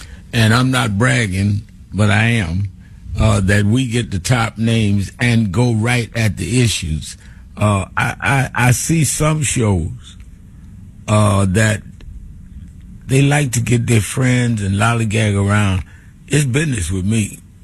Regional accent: Brooklyn, New York, United States; I grew up in Brooklyn, and we would debate.

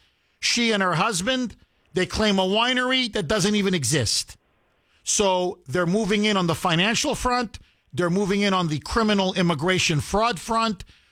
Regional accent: Canada; now in United States; I'm a Canadian. I came here. I did everything legally. I became a naturalized citizen.

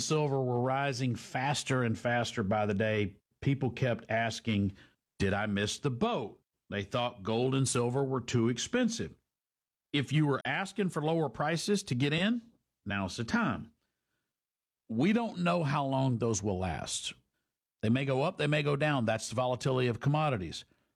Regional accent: India; we bonded over that because growing up in India, they read British authors.

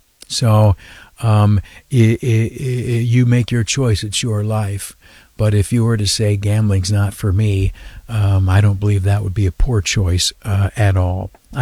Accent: New York, United States; I am a conservative Republican. I'm from the Southern Tier.

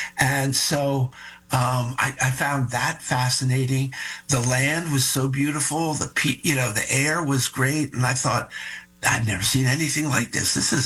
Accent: Philadelphia, Pennsylvania, United States; I'm from Philly. Exactly.

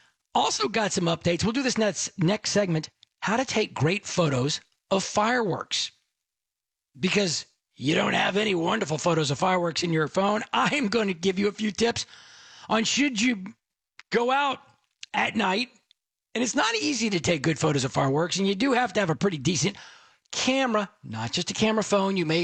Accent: Dallas, Texas, United States; I went, and I grew up in Dallas.

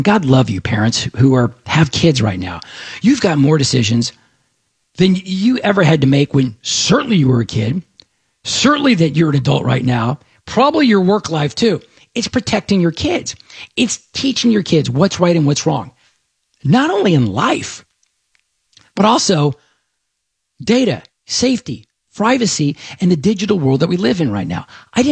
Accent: Dallas, Texas, United States; growing up in Dallas, and Houston didn't have 7-Elevens, maybe at least not back in the day.

